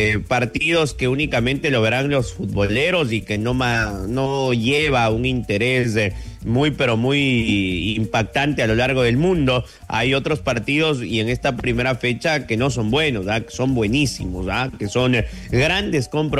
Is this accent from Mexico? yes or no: no; Ecuador; now in New York, United States; somos ecuatorianos